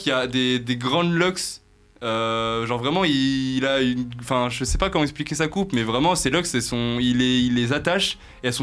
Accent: France; parce que je suis un Français totalement lambda

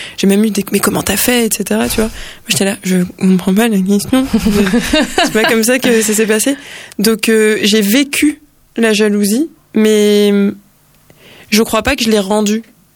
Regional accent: French Guiana; Donc j'ai grandi en Guyane

